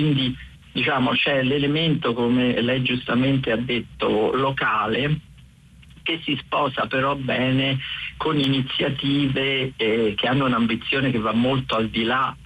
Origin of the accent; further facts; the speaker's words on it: Rome, Lazio, Italy; Io sono diciamo vissuto sempre a Roma, però da tanti anni vado a Golfo Aranci d'estate perché i miei genitori negli anni 70, quando ancora era un paradiso sconosciuto, hanno costruito una casa